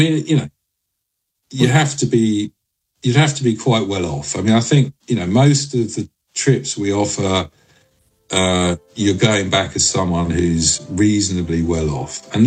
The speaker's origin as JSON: {"language": "English", "region": "London", "country": "United Kingdom", "said": "as a Londoner"}